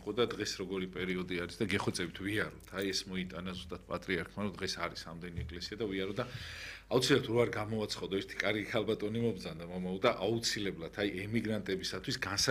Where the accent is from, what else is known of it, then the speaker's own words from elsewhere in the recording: Tbilisi, Georgia; მე ვერაზე გავიზარდე